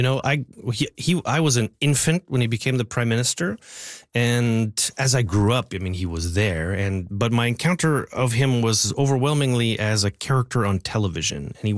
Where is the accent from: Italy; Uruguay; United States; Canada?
Canada; Winnipeg, Manitoba; I am originally from Winnipeg